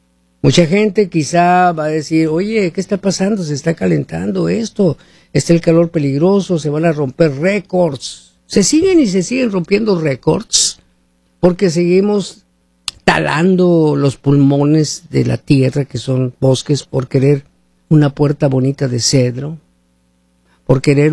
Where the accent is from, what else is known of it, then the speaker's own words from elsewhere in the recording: Hermosillo, Sonora, Mexico; moved away; Vamos a ver mi ciudad allá y Mexicali, las dos ciudades más calientes de Hermosillo, México.